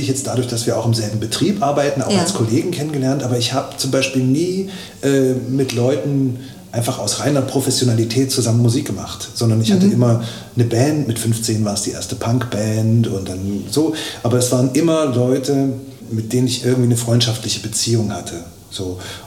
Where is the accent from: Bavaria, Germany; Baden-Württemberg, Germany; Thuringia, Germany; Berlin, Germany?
Thuringia, Germany; Rudolstadt; ich habe auch früh als Kind am Chor in der Schule, es gibt ja hier auch einen tollen Chor in Rudolstadt